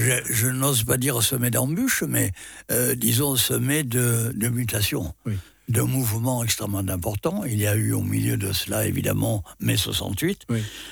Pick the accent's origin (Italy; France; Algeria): France; born there; moved away; je suis d'une des premières générations à avoir quitté ma région natale pour d'autres régions de la France